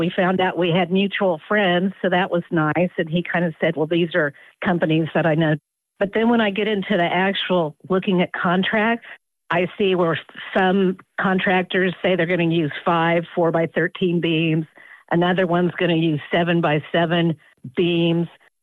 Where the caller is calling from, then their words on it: Kansas City, Missouri, United States; I'm from Kansas City, Missouri, and I have a 100-year-old home a Tudor style that needs foundation repair.